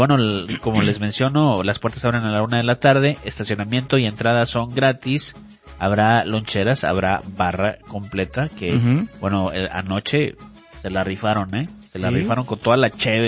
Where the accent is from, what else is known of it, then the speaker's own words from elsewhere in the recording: Monterrey, Nuevo León, Mexico; moved away; Soy de Monterrey